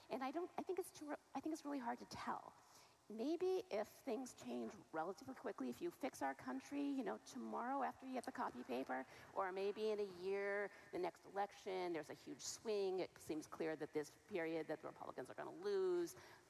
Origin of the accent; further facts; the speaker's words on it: Canada; I am too Canadian.